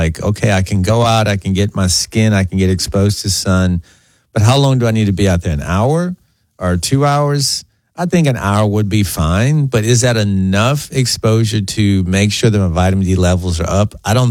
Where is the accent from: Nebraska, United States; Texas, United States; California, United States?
Texas, United States; Beaumont; I grew up here in Beaumont, Texas.